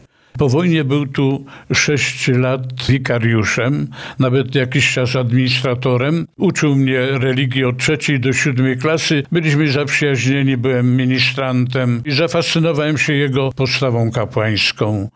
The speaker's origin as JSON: {"language": "Polish", "town": "Ślemień", "region": "Silesian Voivodeship", "country": "Poland", "tie": "born or raised there", "said": "kiedy przyszła emerytura, osiadłem w Ślemieniu w mojej rodzinnej miejscowości"}